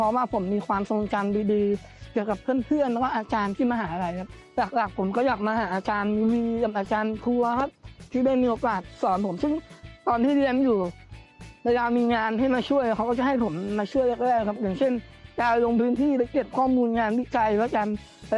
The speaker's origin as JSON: {"language": "Thai", "region": "Phitsanulok", "country": "Thailand", "tie": "born or raised there", "said": "บ้านผมเนี่ยอยู่จังหวัดพิษณุโลกครับพี่บอยก็เลยอยากจะพาไปเล่าเรื่องราวในชีวิตในบ้านเกิดของผมนะครับ"}